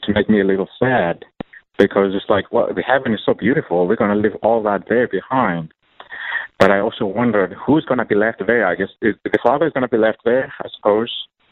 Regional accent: Zimbabwe; now in Indianapolis, United States; I'm originally from Zimbabwe, so right next door to where he comes from.

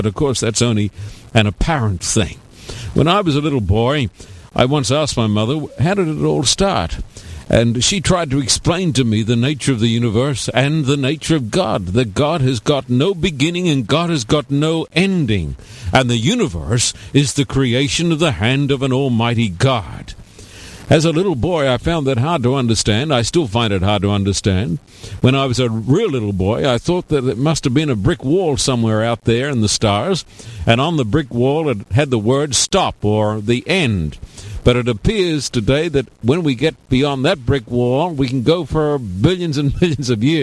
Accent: Australia; moved away; even since I was knee-high to a grasshopper back home in Australia, home on the range.

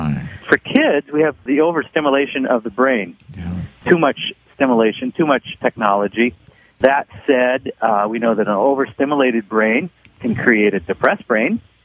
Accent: Seattle, Washington, United States; Well, you do 20. I'm from Seattle. People drink coffee here.

